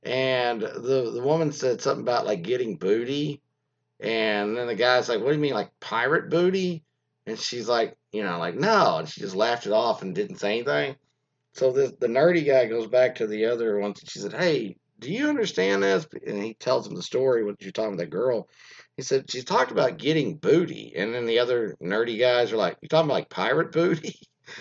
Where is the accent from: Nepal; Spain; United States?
Spain; And I said, like, from España, like in Spain.